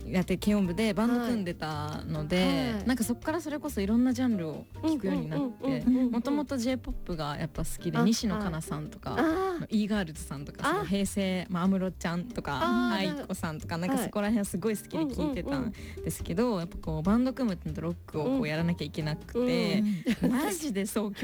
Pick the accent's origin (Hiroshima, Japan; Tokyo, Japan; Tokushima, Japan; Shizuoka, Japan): Shizuoka, Japan; also born or lived in Switzerland; スイス生まれの静岡県出身、27歳、シンガーソングライターです。